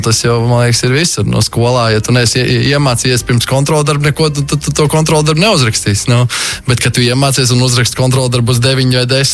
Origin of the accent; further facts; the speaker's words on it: Ventspils, Courland, Latvia; moved away as an adult; now in Riga, Latvia; es dzimis un audzis Ventspilī un visu bērnību pavadīju Ventspilī